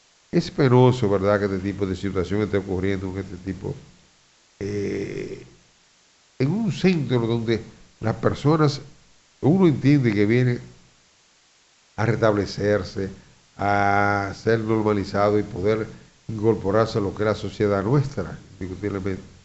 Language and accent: Spanish; Dominican Republic; somos dominicanos